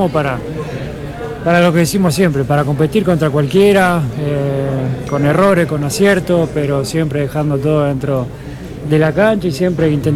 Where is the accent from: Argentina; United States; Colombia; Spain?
Argentina; lo que es, lo que somos como argentinos, lo que yo quiero dar, y nada, muy feliz.